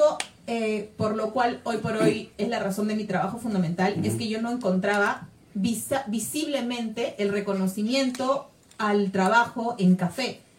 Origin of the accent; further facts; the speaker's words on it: Rosario, Santa Fe, Argentina; Yo soy rosarina, estudié, ajá, en el Colegio Nuestra Señora de Rosario